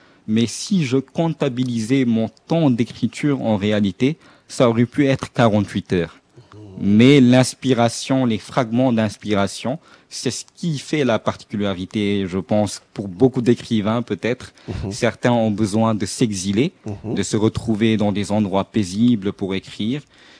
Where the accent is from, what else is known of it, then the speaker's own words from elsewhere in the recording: Senegal; je parle du Sénégal, qui est ma patrie, bien sûr.